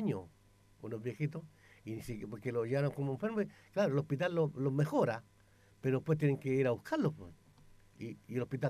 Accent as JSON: {"language": "Spanish", "country": "Chile", "said": "somos los jugadores de América, pucha, con tantas riquezas naturales, Chile, mucha cobre, litio, salmoneras las más grandes del mundo, y que estemos pasando por esto, oiga."}